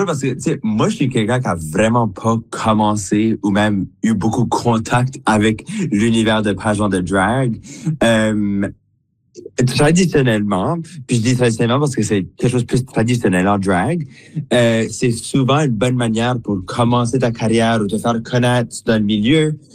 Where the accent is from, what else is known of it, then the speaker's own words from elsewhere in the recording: Atlantic Canada, Canada; now in Montreal, Canada; retourner à la maison, back home